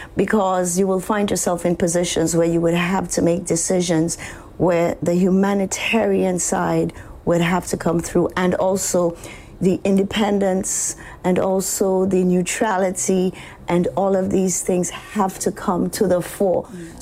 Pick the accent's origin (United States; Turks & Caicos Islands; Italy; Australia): Turks & Caicos Islands; Blue Hills, Providenciales; But because I am from Blue Hills, I want my container to be dispersed to the persons in Blue Hills.